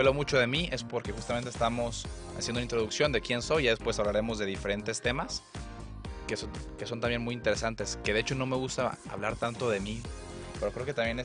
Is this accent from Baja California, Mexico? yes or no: no; Zapotlanejo, Jalisco, Mexico; Y yo soy de Zapotlanejo y yo estudiaba en Zapopan, así que un trayecto como de 1 hora de distancia.